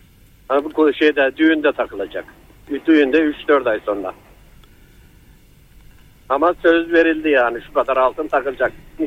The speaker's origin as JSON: {"language": "Turkish", "region": "Antalya", "country": "Turkey", "tie": "born or raised there", "moved": "as an adult", "lives_now": "Konya, Turkey", "said": "ben Antalyalıyım. Antalya'da doğdum, büyüdüm. Belli bir zaman sonra sizin memlekete Konya'ya gittim, atıyorum. Orada iş kurdum. Evimi, bağımı yaptım. Orada evlendim."}